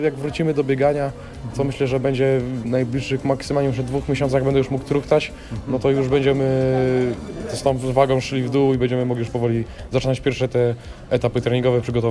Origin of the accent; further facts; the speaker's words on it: Szprotawa, Lubusz Voivodeship, Poland; u mnie w Szportawie, gdzie się wychowałem, urodziłem i pierwsze kroki w sporcie stawiałem